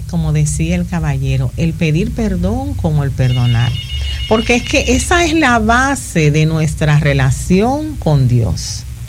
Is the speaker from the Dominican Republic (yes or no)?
yes; Dominican Republic; Como decimos en buen dominicano